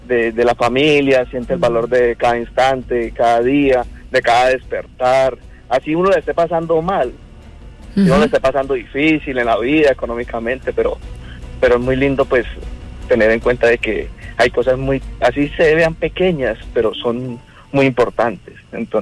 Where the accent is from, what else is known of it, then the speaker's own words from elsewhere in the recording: Bucaramanga, Santander, Colombia; mis papás están en Colombia, en Bucaramanga, exactamente, yo soy de Bucaramanga.